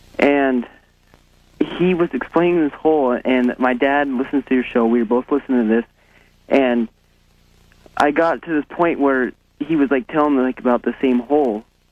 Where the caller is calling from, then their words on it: Seattle, Washington, United States; from Seattle.